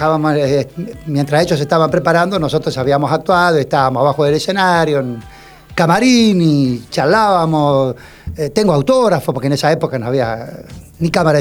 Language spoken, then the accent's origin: Spanish; Santa Fe, Argentina